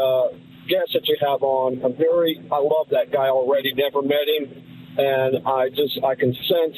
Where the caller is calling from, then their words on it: Dayton, Ohio, United States; we have the same father, live in the same region of Ohio, the Dayton area.